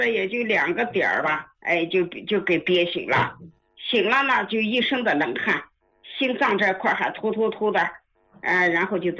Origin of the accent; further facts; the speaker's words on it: Tianjin, China; 我是天津的啊